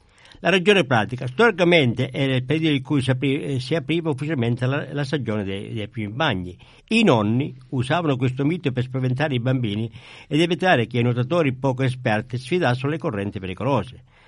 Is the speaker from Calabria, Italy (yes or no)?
yes; Calabria, Italy; moved away; Certamente siamo calabresi, vorremmo tutti stare in Calabria